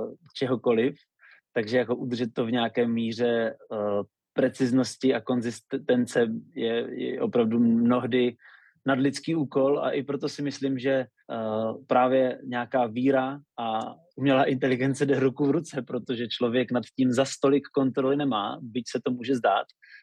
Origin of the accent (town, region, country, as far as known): Lipník nad Bečvou, Olomouc Region, Czechia